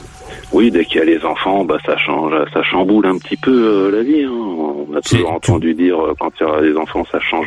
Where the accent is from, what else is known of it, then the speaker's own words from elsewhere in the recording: Bondy, Île-de-France, France; moved away as an adult; now in Brittany, France; je me suis rendu compte que j'étais pas breton. je suis natif du 93, on a bondi.